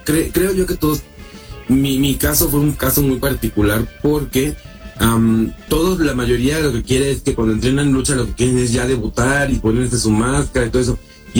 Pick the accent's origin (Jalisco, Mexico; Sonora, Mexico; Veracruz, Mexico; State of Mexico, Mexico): Veracruz, Mexico; Xico; Entonces en Xico, en mi pueblo, abrieron una escuela